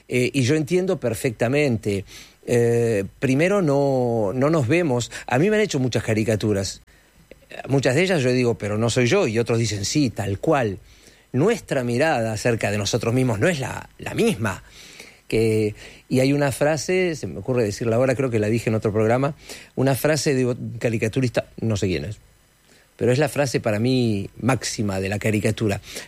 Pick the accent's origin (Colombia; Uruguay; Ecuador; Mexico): Uruguay; Montevideo; Soy de Jacinto Vera.